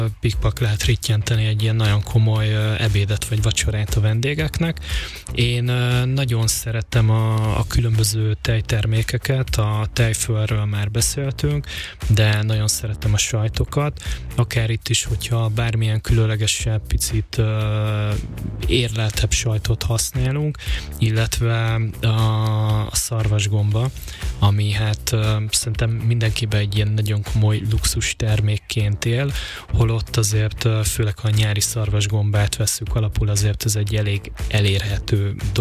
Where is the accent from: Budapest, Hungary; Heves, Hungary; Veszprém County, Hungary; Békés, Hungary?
Veszprém County, Hungary; Pápa; mi Pápán cicegének hívjuk